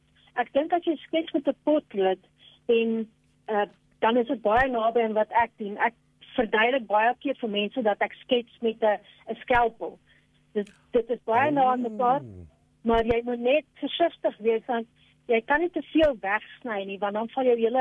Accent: Alberton, Gauteng, South Africa; now in Struisbaai, South Africa; Ja, ek het eers in Alberton groot geword en in 2003 het ek na Strysbaai getrek en na die rustige Strysbaai en die natuurskoon van die Oeverberg.

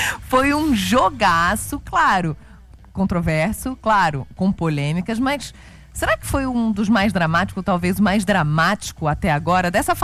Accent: Portugal; Então hoje é um dia muito feliz para mim, como portuguesa que sou.

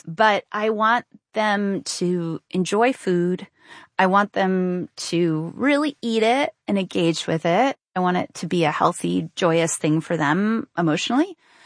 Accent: New York, United States; I grew up in the New York area.

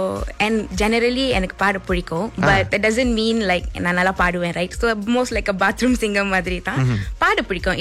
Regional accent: Kerala, India; born or raised there

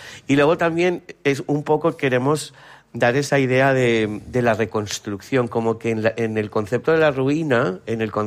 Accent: Algemesí, Valencian Community, Spain

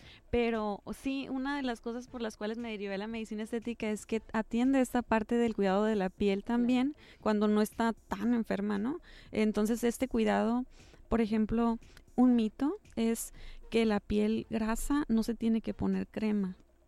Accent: Sonora, Mexico; soy de Sonora y de repente digo plebes

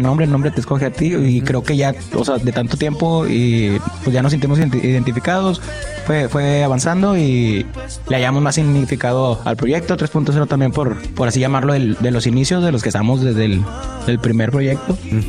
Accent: Nuevo León, Mexico; Somos regios totalmente.

